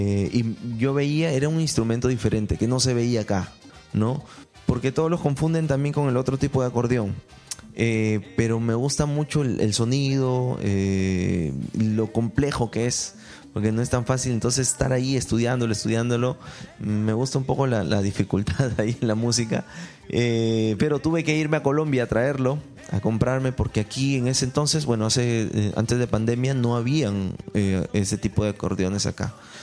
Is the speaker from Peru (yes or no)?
yes; northern Peru, Peru; Como ven norteño, sé hacer mi cevichito, mi arroz con pollo.